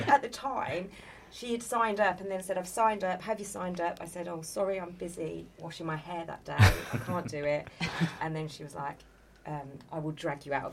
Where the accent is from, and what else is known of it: Peterborough, East of England, United Kingdom; born or raised there